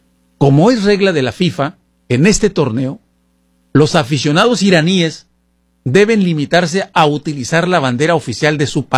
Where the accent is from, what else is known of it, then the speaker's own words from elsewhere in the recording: Tijuana, Baja California, Mexico; now in Seattle, United States; Ustedes saben que yo soy de Tijuana, y obviamente estuve hace unos días ahí en mi ciudad natal